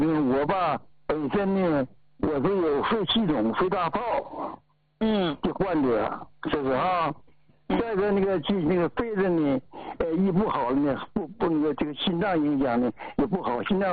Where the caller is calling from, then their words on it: Jilin, China; 全心全意为我们吉林人呢